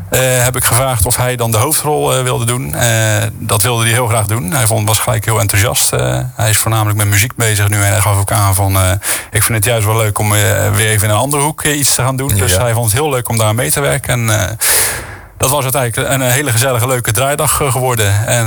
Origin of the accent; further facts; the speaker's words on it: Dordrecht, South Holland, Netherlands; Geboren en getogen in Sterrenburg.